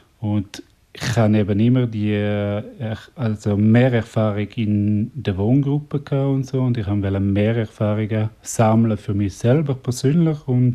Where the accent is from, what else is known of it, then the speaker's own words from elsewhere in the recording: Graubünden, Switzerland; accent: Bündner; first language Romansh; German is a second language; now in Zurich, Switzerland; Vielleicht merkt man noch, ich bin ein Bündner. Bin in Graubünden aufgewachsen. Meine Muttersprache ist Rätoromanisch. Das ist so. Ja. Bin aber seit knapp 23 Jahren hier in Zürich.